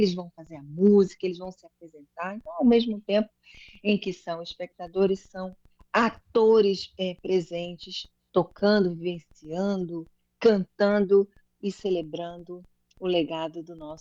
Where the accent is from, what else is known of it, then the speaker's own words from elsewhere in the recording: Northeast Brazil, Brazil; a gente carrega na nossa pele, na nossa fala, no nosso sotaque, na nosso jeito de ser brasileiro e nordestino para o mundo.